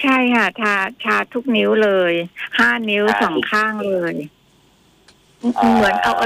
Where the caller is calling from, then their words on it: Bangkok, Thailand; กรุงเทพค่ะพี่แจนค่ะ